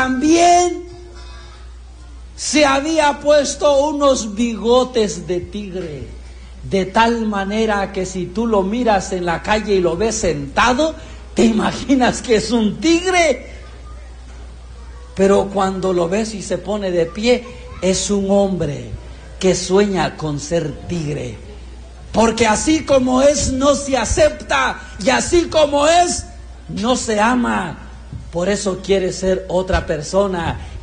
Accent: Frontera Comalapa, Chiapas, Mexico; en mi pueblo, en Frontera Comalapa

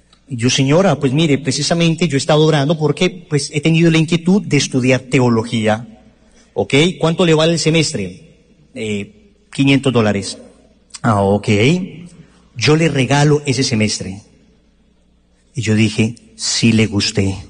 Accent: Colombia; Me parecía, decimos en Colombia, en mi tierra, la repetición de la repetidera.

